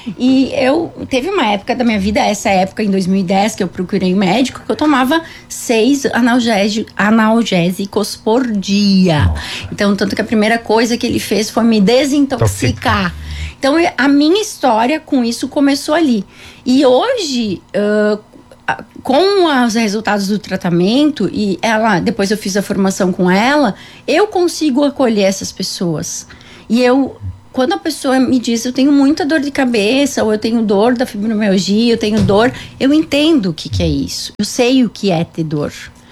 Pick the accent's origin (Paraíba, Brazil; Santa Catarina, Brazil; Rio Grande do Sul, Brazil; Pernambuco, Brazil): Rio Grande do Sul, Brazil; Encantado; born there